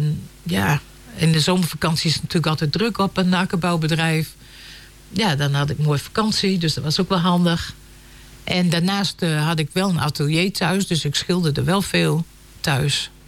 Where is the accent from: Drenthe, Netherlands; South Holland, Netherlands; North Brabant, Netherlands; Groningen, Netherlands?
Groningen, Netherlands; Veleveen; also born or lived in Vlagtwedde; Nee, ik ben geboren in Vlachtwedde. En daar heb ik bijna tot mijn vierde gewoond. En toen zijn mijn ouders verhuisd naar Veleveen, omdat mijn vader daar werkte toen de tijd.